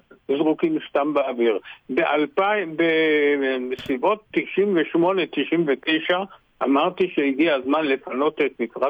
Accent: Haifa, Haifa District, Israel; כל השכונות האלה שאני דרך אגב גדלתי בהן.

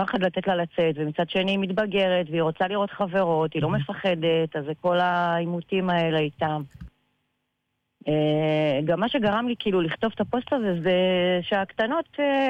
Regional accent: Karmiel, Northern District, Israel; now in Margaliot, Israel; כן, כן, אני לא במקור משם. את מקרמיאל? כן. אני מקרמיאל, כן.

